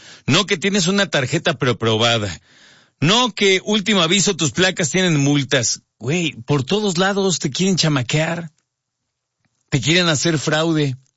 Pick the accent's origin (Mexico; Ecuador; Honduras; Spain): Mexico; Yo como mexicano, hay veces que viajo y nada más ando apretando los ojitos